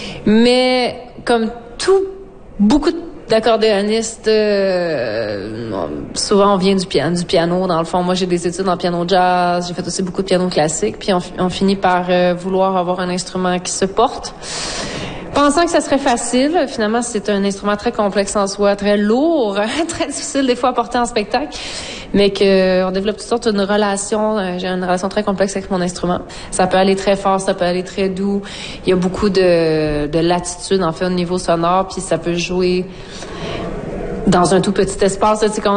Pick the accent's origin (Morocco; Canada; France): Canada; Rimouski, Quebec; C'est sûr que moi, j'ai grandi à Rimouski, j'étais partie longtemps, je suis revenue, ça fait comme 6-7 ans, fait que j'ai déjà un attachement immense envers l'Est, ce qu'on appelle l'Est du Québec, Bas-Saint-Laurent, Gaspésie, Côte-Nord.